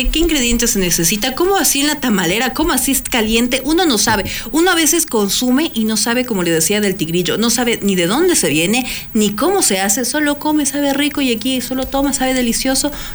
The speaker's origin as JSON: {"language": "Spanish", "country": "Ecuador", "said": "nosotros también como ecuatorianos"}